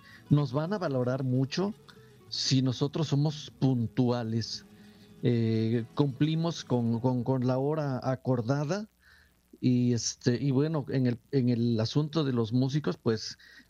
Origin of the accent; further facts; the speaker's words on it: Huatusco, Veracruz, Mexico; now in Xalapa, Mexico; Pues bueno … yo nací en Huatusco, Veracruz. Saludo a todos mis paisanos de Huatusco, de toda la zona por allá